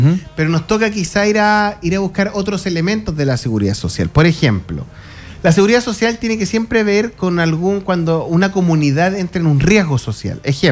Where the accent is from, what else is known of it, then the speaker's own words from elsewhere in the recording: Santiago, Santiago Metropolitan Region, Chile; Yo soy santiaguino de base, soy un ratón de ciudad